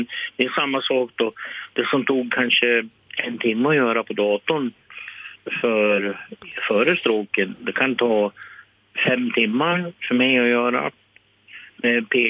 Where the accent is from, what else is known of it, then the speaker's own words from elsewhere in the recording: Vilhelmina, Västerbotten County, Sweden; Jag är västerbottning. Jag kommer från Vilhelmina.